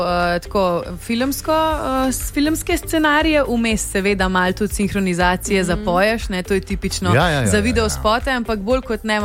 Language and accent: Slovenian; Ljubljana, Central Slovenia, Slovenia; Jaz sem pa Ljubljančanka.